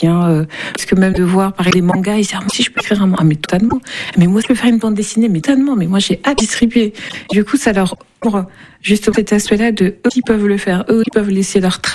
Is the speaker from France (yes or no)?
no; Cameroon; moi je suis une Camerounaise et mon mari, par exemple, est une haïtienne